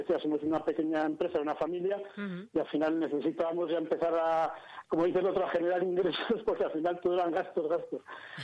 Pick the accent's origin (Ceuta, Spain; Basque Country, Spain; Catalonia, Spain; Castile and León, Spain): Castile and León, Spain; Pradoluengo; Somos de aquí, del pueblo natal, somos de Batanes de Pradoluengo